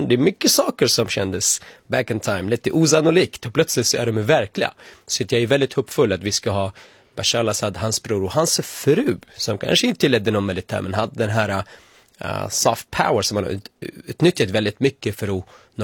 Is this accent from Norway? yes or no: no; Syria; moved away; som syrier som har lidit i 14 år